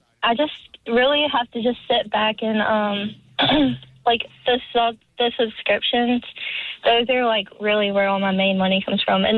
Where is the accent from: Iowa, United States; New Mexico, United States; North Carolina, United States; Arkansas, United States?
North Carolina, United States; Archdale; I'm from Archdale.